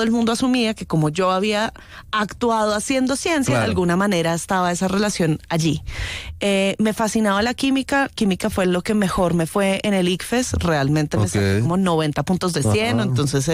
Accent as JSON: {"language": "Spanish", "town": "Bogotá", "region": "Bogotá Capital District", "country": "Colombia", "said": "yo soy bogotana, orgullosamente."}